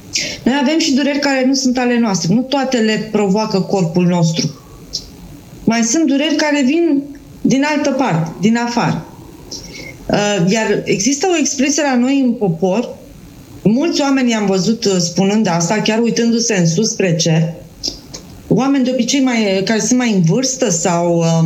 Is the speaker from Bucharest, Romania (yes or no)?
yes; Bucharest, Romania; Eu fiind în București, eu sunt din București.